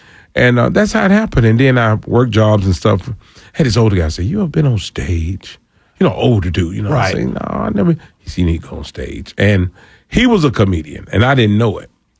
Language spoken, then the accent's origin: English; Atlanta, Georgia, United States; Born and raised in Atlanta, Georgia.